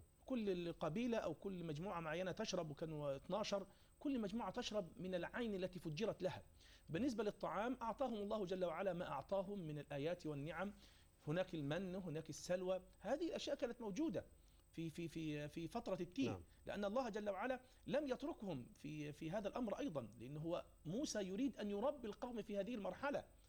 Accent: Egypt

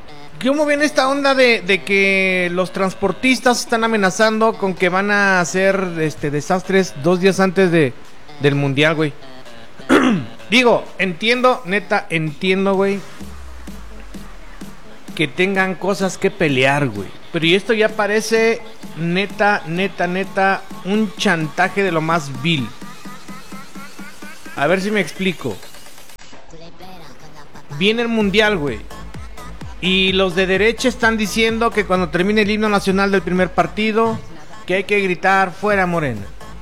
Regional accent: Mexico; Qué vergüenza para todos los mexicanos

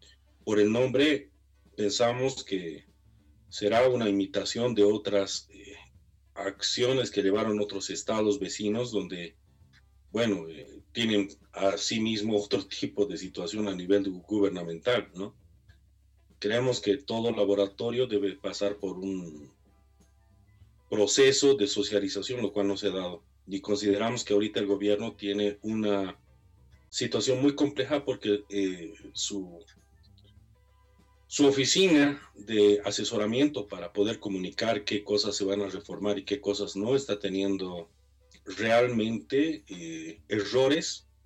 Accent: Bolivia

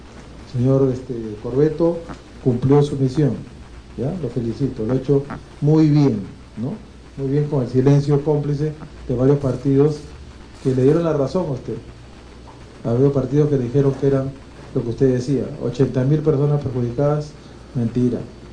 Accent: Peru; No hablo como renovación, hablo como peruano.

